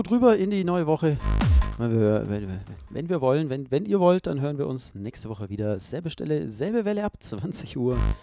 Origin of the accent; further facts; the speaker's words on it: Baden-Württemberg, Germany; ich komme halt aus dem Schwaberländle.